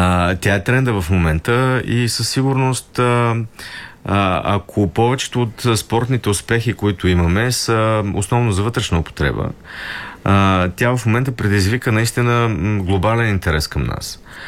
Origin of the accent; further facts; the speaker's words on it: Plovdiv, Plovdiv Province, Bulgaria; now in Sofia, Bulgaria; Сега аз като пловдивчанин, разбира се, имам своя сантимент към Пловдив, но като живееш в София от 30 години, повече отколкото съм живял в Пловдив